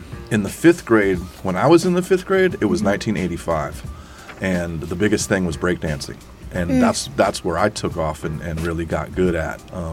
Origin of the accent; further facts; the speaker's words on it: Richmond, California, United States; from the Bay Area, so I grew up in Richmond down there